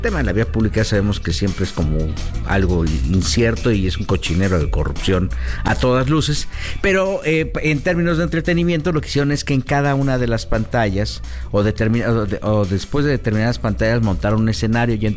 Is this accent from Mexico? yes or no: yes; Mexico; como mexicanos que somos.